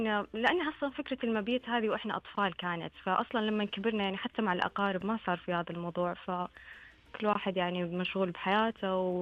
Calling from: Dammam, Eastern Province, Saudi Arabia; من الدمام.

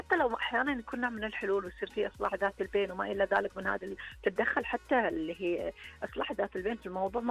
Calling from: Saudi Arabia; عندنا في السعوديه

